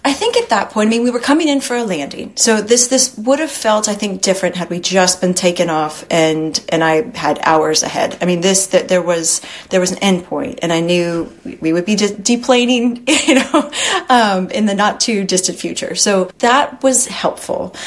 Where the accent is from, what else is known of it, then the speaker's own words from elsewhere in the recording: Texas, United States; I grew up in Texas. You know, I grew up in a really red spot. You know, my family is all shades of the political rainbow